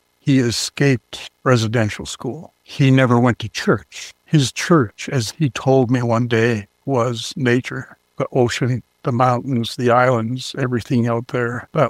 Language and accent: English; Kitkatla, British Columbia, Canada; I come from the little village of Kitkatla, which is known to anthropologists as the oldest continuously inhabited site in North America.